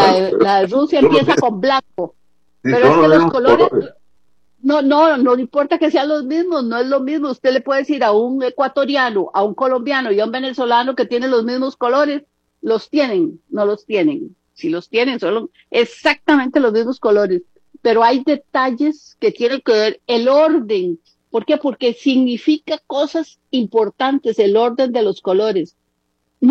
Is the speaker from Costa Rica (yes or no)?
yes; Costa Rica; reconozcámonos que somos costarricenses